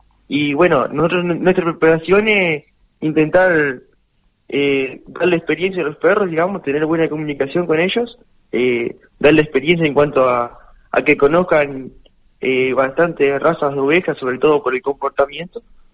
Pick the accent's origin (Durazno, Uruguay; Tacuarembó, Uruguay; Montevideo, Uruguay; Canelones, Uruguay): Durazno, Uruguay; somos 3 uruguayos que vamos a estar representando a Uruguay.